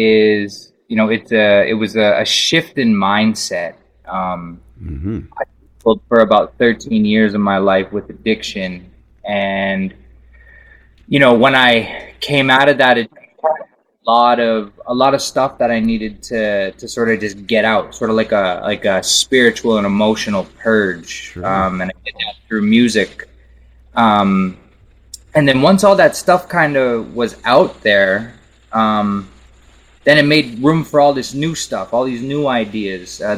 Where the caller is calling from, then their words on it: Saskatoon, Saskatchewan, Canada; Calling in from Saskatoon, Saskatchewan.